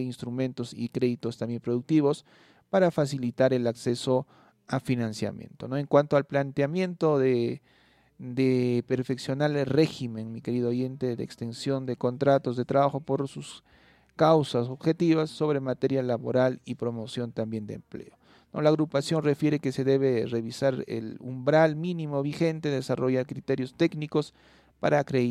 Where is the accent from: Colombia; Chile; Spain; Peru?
Peru